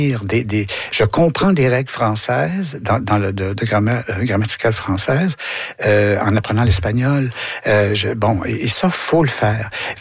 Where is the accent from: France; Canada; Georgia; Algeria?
Canada; Quebec; et montrer en tant que Québécois ce que les mots veulent dire à des anglophones